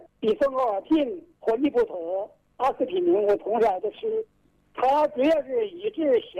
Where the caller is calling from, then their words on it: Xiaogan, Hubei, China; 我是孝感的，孝感三岔镇的。